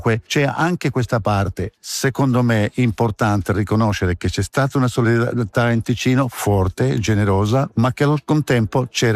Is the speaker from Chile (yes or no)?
yes; Chile; Italian is a second language; moved away; Ciò che io ho vissuto come cileno, come rifugiato, come simpatizzante del governo d'agende